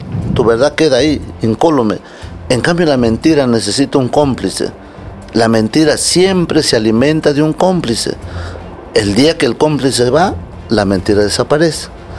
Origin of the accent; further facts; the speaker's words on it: Huánuco, Peru; la pobreza extrema de mi pueblo, porque yo venía de Huánuco